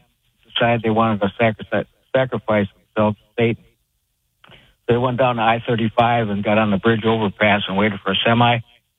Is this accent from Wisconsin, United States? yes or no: yes; Wisconsin, United States; now in Texas, United States; I'm originally from Wisconsin, but I saw thousands of cases.